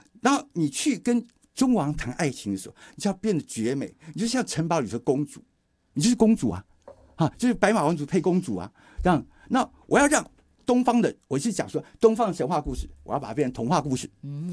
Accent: Taiwan; 他保佑我们台湾人

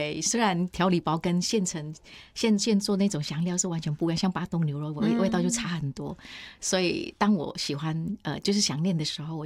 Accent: Indonesia; now in Taiwan; 每次有人问我你是哪里人，我就会说我是新加坡马来西亚，就感觉那个时候可能那个时候的环境在台湾一般认为就是比较刻板印象，就是可能印尼是会排华的一个国家

